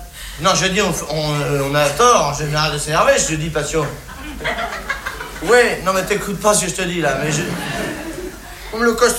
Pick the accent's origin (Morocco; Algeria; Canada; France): France